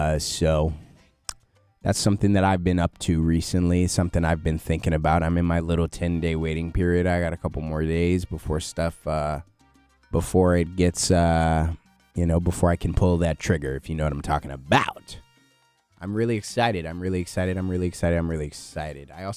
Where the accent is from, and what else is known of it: United States